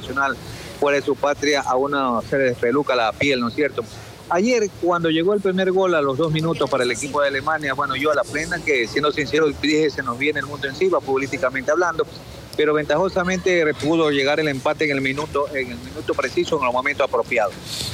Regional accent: Ecuador

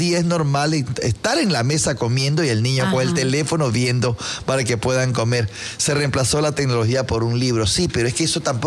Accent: Pichincha, Ecuador; Yo me crié en Pichincha, y ahí habían puestitos de revistas

